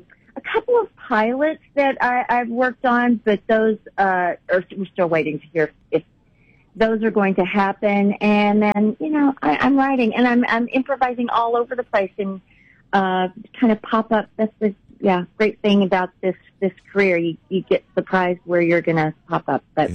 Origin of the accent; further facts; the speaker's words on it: Texas, United States; moved away; You know, I'm from Texas originally and have a lot of family in Oklahoma